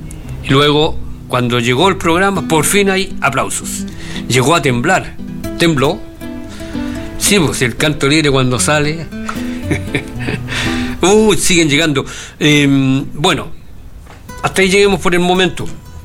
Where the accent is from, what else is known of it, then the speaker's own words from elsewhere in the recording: Valparaíso, Chile; born there; Somos vecinos porque también nacimos en Playa Ancha.